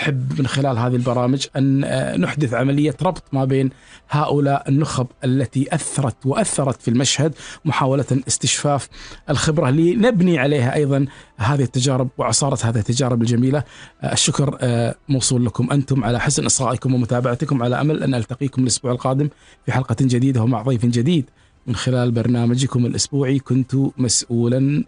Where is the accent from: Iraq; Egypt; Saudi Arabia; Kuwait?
Kuwait; عندنا بالكويت